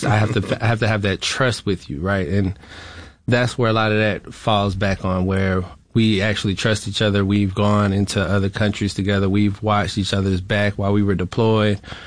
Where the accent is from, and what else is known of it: Florida, United States; born or raised there